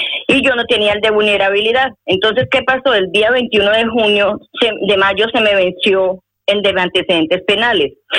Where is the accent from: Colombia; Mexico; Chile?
Colombia; now in Villalba, Spain; Quería hacerle una pregunta, soy de Colombia.